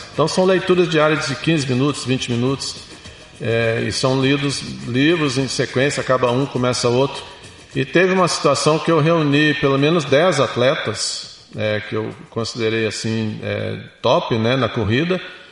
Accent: Belo Horizonte, Minas Gerais, Brazil; now in Paraná, Brazil; Sou mineiro de Belo Horizonte, mas eu vivo há mais de 32 anos no Paraná

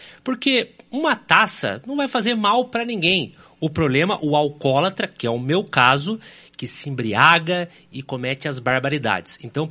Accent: Curitiba, Paraná, Brazil; born there; Sou nascido em Curitiba, no Hospital Pilar, no bairro Pilarzinho.

